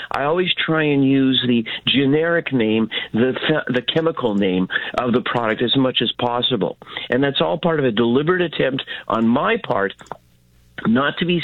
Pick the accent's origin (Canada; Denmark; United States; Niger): Canada; I'm Canadian. I know I should be used to it.